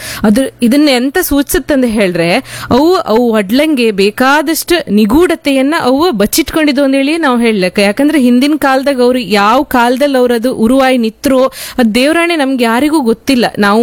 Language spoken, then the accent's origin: Kannada; Kundapura, Karnataka, India